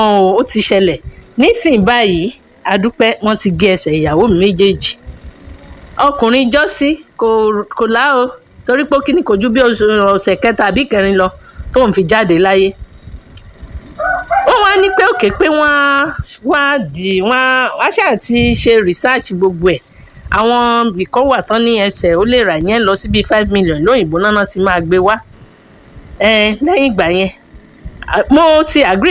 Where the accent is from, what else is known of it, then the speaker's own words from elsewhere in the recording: Ekiti, Nigeria; bẹ́ẹ̀ ni alágídí ni mí ọmọ Èkìtì ni mí